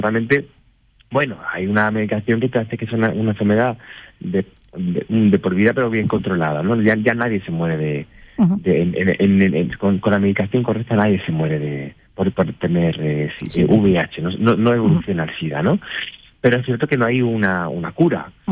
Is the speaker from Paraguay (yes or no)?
no; Úbeda, Andalusia, Spain; A Úbeda, mi tierra, mi preciosa ciudad, le pega un tajo, tiene una capa